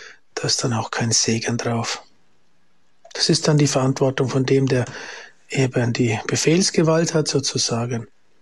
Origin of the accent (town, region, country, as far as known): Germany; born or raised there